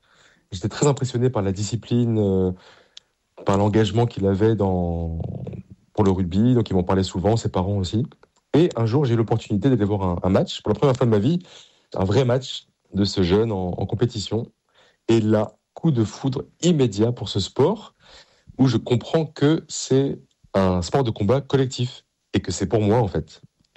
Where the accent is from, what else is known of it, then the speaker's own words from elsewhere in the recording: Paris, Île-de-France, France; Alors, moi, je viens d'une famille du Sud-Ouest. Et même si j'ai grandi à Paris